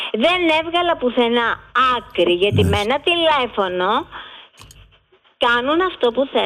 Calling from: Greece; Εντάξει, είμαι Ελληνίδα, είμαι στην πατρίδα μου

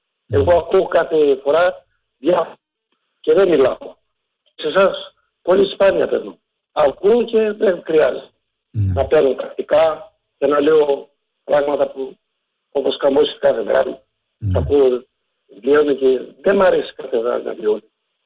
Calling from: Kallithea, Greece; από Καλυθέα.

